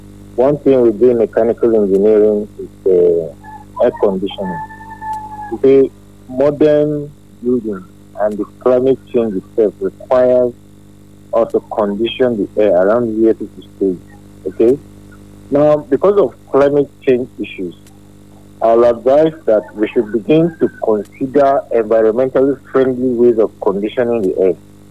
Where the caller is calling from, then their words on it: Makurdi, Benue, Nigeria; Yes, Engineer … I'm calling from North Bank.